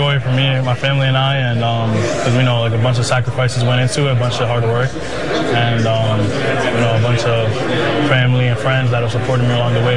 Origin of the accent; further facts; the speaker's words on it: Canton, Mississippi, United States; I'm from Canton, Mississippi